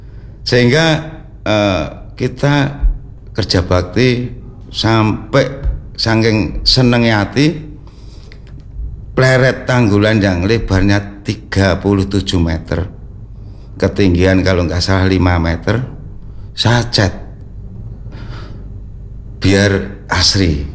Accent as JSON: {"language": "Indonesian", "town": "Surakarta", "region": "Central Java", "country": "Indonesia", "said": "saya selaku warga Ngipang, Solo Utara yang paling ujung"}